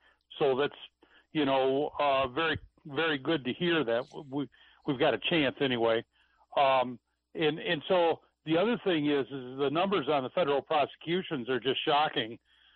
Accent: Michigan, United States; Well, you know, we're from Michigan.

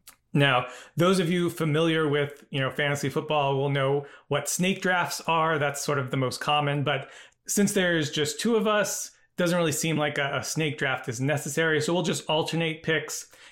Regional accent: North Carolina, United States; my home state of North Carolina.

